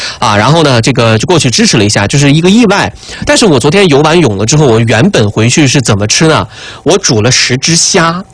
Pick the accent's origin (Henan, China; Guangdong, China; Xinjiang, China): Xinjiang, China; 你看我是一个纯正的新疆人，从小在新疆长大，